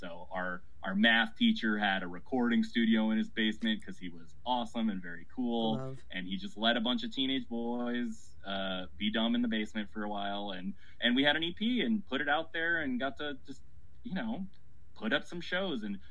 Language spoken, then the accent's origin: English; Minnesota, United States; also born or lived in Ohio / Chicago; now in Portland, United States; I grew up in the Midwest, like any modern Portlander. and I grew up in Minnesota, spent most of my like 20s I went to school in Ohio and then lived in Chicago for most of my 20s.